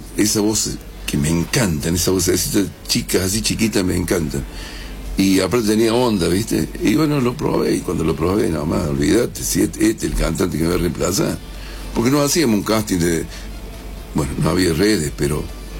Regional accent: Córdoba, Argentina; yo amo Córdoba, soy cordobés, pero muerte, mira, si yo me vine de allá también por Córdoba. Me tentaron un montón de veces de ir a Buenos Aires a vivir. No, me quedo en Córdoba.

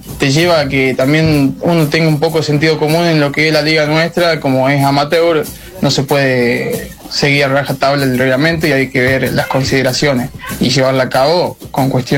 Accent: Córdoba, Argentina; Nosotros somos de la Asociación de la Carlota, de Cabrera, y yo soy de la Gulay, especialmente.

